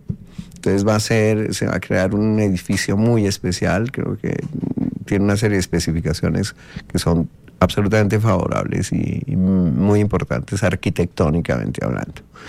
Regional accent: Bogotá, Bogotá Capital District, Colombia; Kennedy, me dicen, pero yo soy de la Super 7

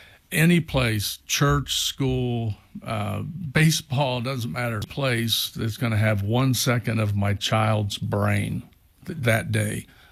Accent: United States; just as an American

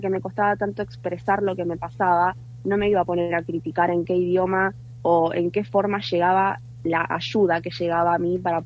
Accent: Argentina; se ha encontrado con esta crítica de che, sos argentina

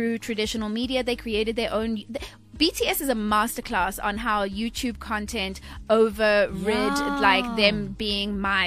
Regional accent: Pretoria, Gauteng, South Africa; growing up in Pretoria.

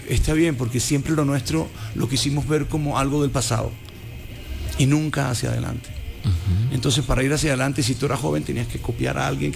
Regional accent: Puerto Rico; Ah, puñeta, es que vengo de Puerto Rico.

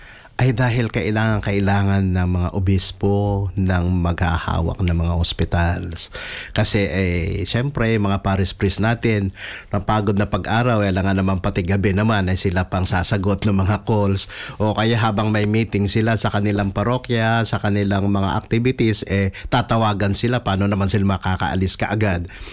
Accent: Central Luzon, Philippines; Ako po ay taga Tarlac.

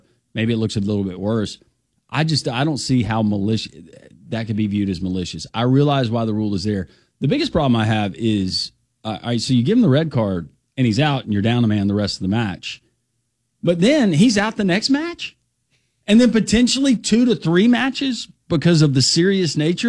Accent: United States; me as an American

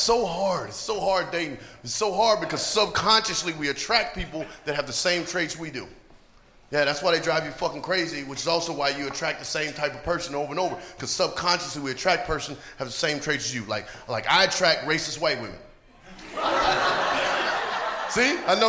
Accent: North Carolina, United States; also born or lived in Atlanta; But I'm from the South. I'm from Atlanta, went to school, or from North Carolina, went to school in Atlanta.

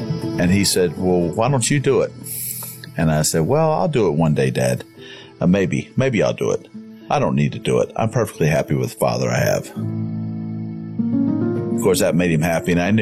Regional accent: Concord, North Carolina, United States; I was adopted by a wonderful man and woman … And I was raised in Concord, North Carolina, which is in Cabarrus County in the beautiful heart of North Carolina in the Piedmont region.

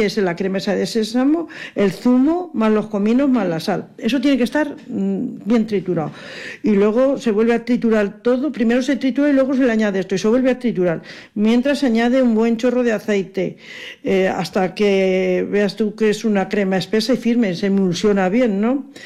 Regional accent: Spain; Que con nosotros somos los españoles somos especiales, nos tomamos la tarde cuando queremos.

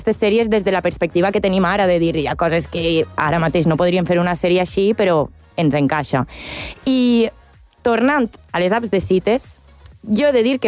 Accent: Valencia, Valencian Community, Spain; Jo que soc de València, la ruta del bacalao, això que... era destroyer pur i dur.

